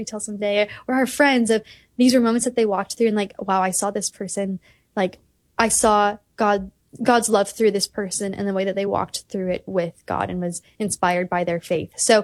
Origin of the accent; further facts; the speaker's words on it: Wisconsin, United States; moved away as an adult; now in Washington, D.C., United States; I moved 1,000 miles away from home. I live now in the DC area and I grew up in Wisconsin